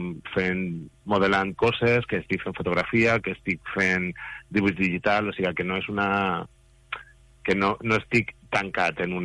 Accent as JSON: {"language": "Catalan", "town": "Guardamar del Segura", "region": "Valencian Community", "country": "Spain", "tie": "born or raised there"}